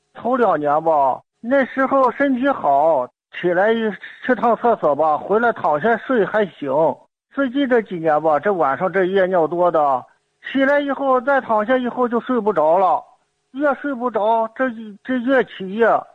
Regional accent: Hebei, China; 我今年我70岁了。我家是河北的

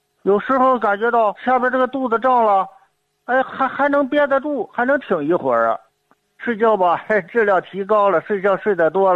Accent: Hebei, China; 我今年我70岁了，我家是河北的，

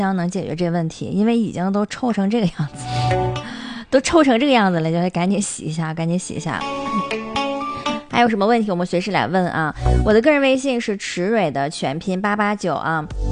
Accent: Northeast China, China; 咱们东北话比较霸劲啊。

